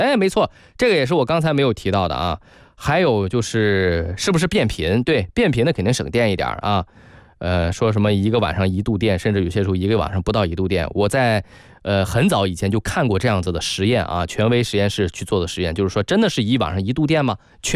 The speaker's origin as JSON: {"language": "Chinese", "town": "Tai'an", "region": "Shandong", "country": "China", "tie": "born or raised there", "moved": "yes", "said": "因为我是从小在山东长大的，就这一点我很明白。山东呢，这个我们那个城市是泰安啊，是一个旅游城市，三线的，是一个三线城市。"}